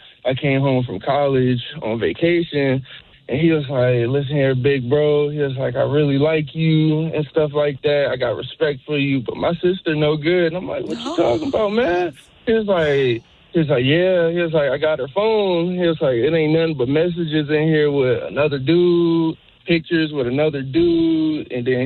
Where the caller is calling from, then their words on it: Marietta, California, United States; I'm calling from Marietta.